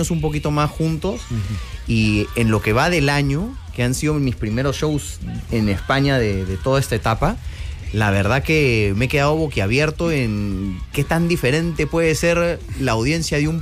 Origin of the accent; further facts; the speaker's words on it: Peru; Yo soy de Perú.